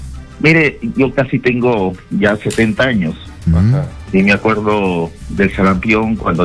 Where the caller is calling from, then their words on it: northern Peru, Peru; Yo soy del norte del Perú.